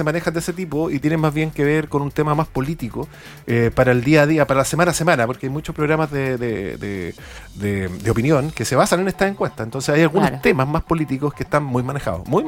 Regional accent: Coquimbo, Chile; De la región de Coquimbo.

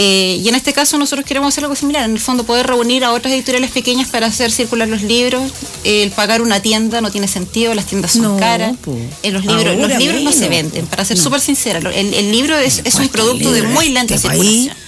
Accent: Santiago, Santiago Metropolitan Region, Chile; O sea, yo soy de Santiago, pero mi identidad está acá en la región.

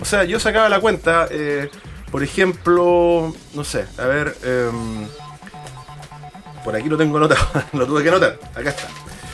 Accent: Chile; somos nosotros los chilenos

